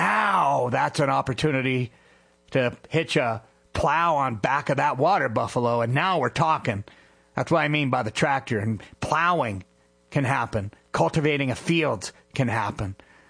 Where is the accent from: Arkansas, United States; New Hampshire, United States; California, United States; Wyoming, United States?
New Hampshire, United States; I grew up in New Hampshire, so I'm, you know, just north of here.